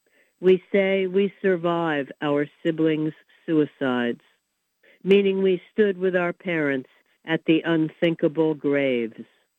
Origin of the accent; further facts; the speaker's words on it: Philadelphia, Pennsylvania, United States; moved away as an adult; also born or lived in Cambridge, Massachusetts / Boston; now in Pennsylvania, United States; I grew up outside of Philadelphia, in suburban Philadelphia